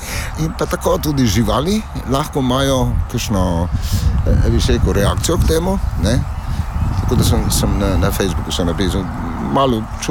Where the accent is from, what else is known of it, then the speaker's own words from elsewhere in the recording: Slovenian Littoral, Slovenia; Primorci smo sprivilegirani tukaj